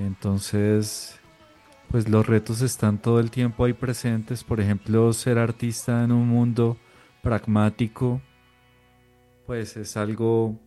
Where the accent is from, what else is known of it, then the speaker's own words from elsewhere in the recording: Cota, Cundinamarca, Colombia; born there; also born or lived in Bogotá; Después tuve clases con los practicantes de la pedagógica allá en el colegio en Cota. Y después ya me presenté a la pedagógica, ahí pasé y estudié la carrera. Y ya después otra vez volví a mi tierra porque pues prácticamente me la pasaba en Bogotá 5 años.